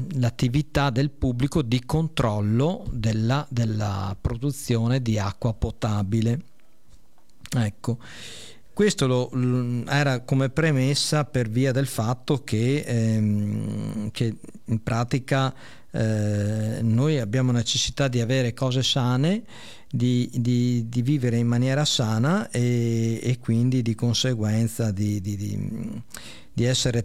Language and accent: Italian; Veneto, Italy; io che vengo dalla provincia di Rovigo